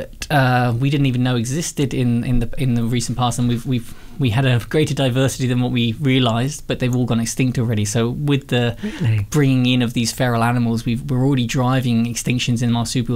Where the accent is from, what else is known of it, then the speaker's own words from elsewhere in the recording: Ireland; now in Australia; No, I'm not from Australia. So I come from a much wetter part of the world. I come from Ireland, which is pretty different from the Labrador.